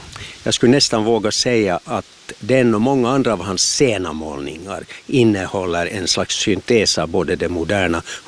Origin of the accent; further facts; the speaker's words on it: Ekenäs, Uusimaa, Finland; för jag är ju uppvuxen i Ekenäs.